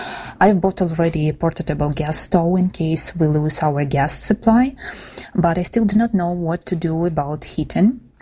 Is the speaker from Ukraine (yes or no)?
yes; Kharkiv, Kharkiv Oblast, Ukraine; moved away as an adult; now in Poltava, Ukraine; I'm from Kharkiv, but now, together with my son, we live in Poltava, not far from my hometown.